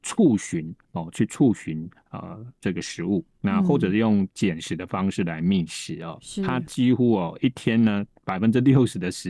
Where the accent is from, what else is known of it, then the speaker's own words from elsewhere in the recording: Taiwan; 我们台湾人很多都去过日本